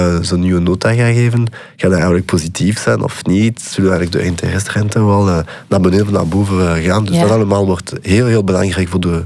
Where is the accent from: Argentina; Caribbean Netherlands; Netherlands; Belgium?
Belgium; Wallonia; Dutch is a second language; now in Brussels, Belgium; Aanvankelijk kom ik uit Wallonië, waar het Nederlands echt een vreemde taal is. Mm-hmm. Dus toen ik hier in Brussel aankwam, kon ik eigenlijk geen sik op het woord in de Nederlands spreek.